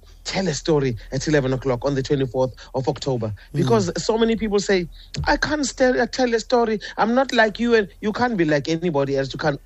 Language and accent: English; Durban, KwaZulu-Natal, South Africa; wouldn't that be amazing to have a whole street like that in Durban, in my hometown?